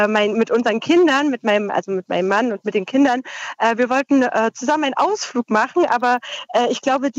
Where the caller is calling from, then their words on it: Jena, Thuringia, Germany; ich komme aus Jena.